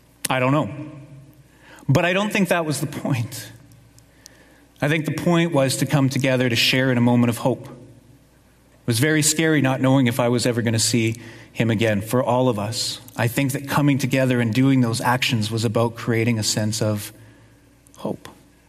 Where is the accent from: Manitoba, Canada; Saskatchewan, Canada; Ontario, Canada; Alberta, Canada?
Manitoba, Canada; Winnipeg; I come from Winnipeg.